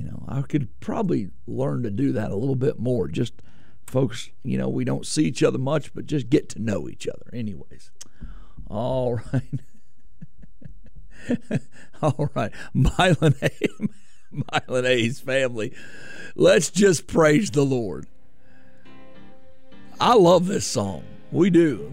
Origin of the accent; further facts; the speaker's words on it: Omaha, Arkansas, United States; also born or lived in Canada / Minnesota; so I was born in Canada. Did you know my family is from Missouri, Arkansas area, right on the border? I'm from Omaha, Arkansas. Did you know that my mom's side of the family's from Kansas, Wichita, Kansas, Newton, Kansas, Augusta area?